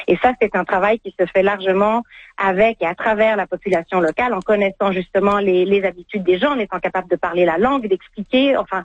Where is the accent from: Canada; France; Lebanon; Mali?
Canada; des sinistres près de chez nous au Canada